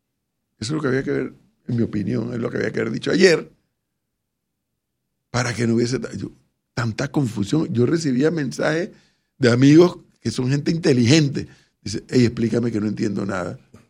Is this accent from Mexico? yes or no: no; Panama; me siento como un panameño más